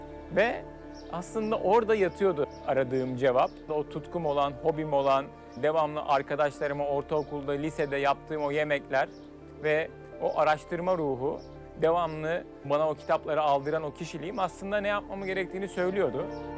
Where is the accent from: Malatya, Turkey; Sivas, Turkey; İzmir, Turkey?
İzmir, Turkey; İzmir'de doğdum, büyüdüm, İzmirliyim. Kendi köklerime dönmek istedim